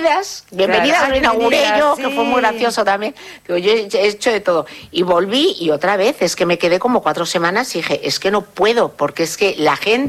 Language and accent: Spanish; Spain; es como, sí, soy española, pero.